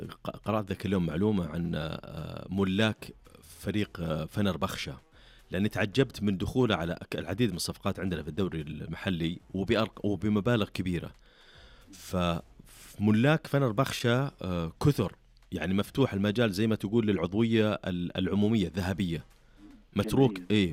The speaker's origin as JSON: {"language": "Arabic", "country": "Saudi Arabia", "said": "عندنا في السعودية"}